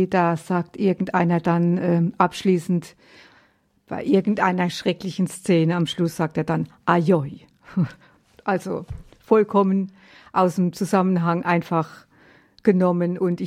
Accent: Rhineland-Palatinate, Germany; Hat ein bisschen was Pfälzisches. Ich bin ja auch Pfälzerin.

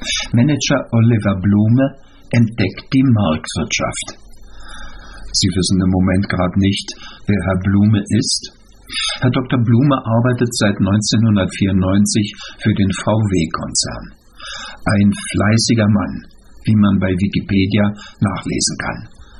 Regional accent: East Germany, Germany; Als Ossi musste ich nach unserer glücklichen Revolution lernen

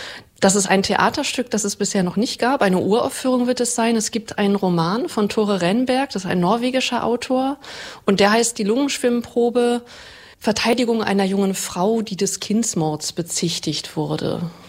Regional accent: Aachen, North Rhine-Westphalia, Germany; also born or lived in Zürich, Switzerland / Brussels, Belgium; now in Halle, Germany; Ich komme aus der Schweiz. Ich bin in Zürich geboren, bin relativ schnell dann mit der Familie nach Aachen in Nordrhein-Westfalen umgezogen. Wir sind dann noch weiter nach Brüssel gegangen, wo ich auch das Abitur gemacht habe.

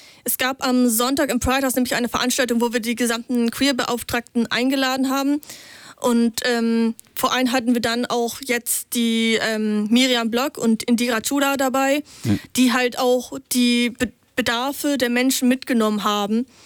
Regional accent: Lower Saxony, Germany; Ich komme eher aus der Richtung von Stade, Buxtehude, mehr so die Ecke.

